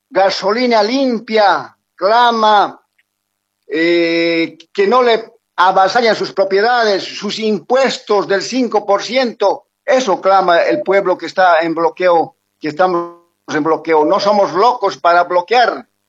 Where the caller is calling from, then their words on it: Bolivia; de la provincia Huernes, Comunidad Buena Fe.